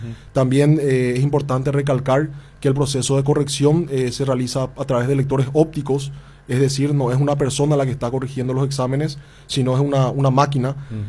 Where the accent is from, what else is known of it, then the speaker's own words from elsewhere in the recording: Coronel Oviedo, Caaguazú, Paraguay; yo soy de Coronel Oviedo, me siento como en casa.